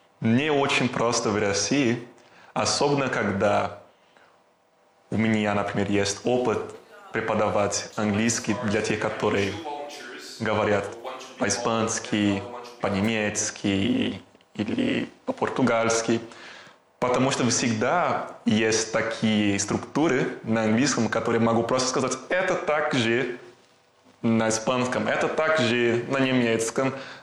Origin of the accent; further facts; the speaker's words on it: Brazil; Russian is a second language; now in Russia; Мне 28 лет. И я из Бразилии.